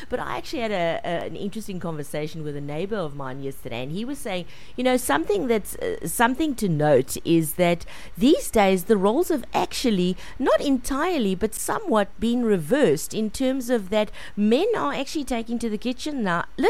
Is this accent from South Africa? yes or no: yes; South Africa; I am truly South African that way.